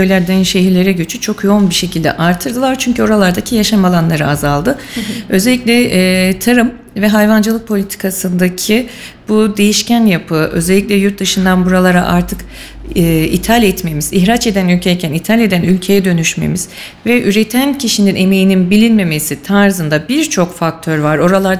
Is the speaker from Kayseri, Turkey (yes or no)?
yes; Kayseri, Turkey; born there; ben 1989 Kayseri doğumluyum.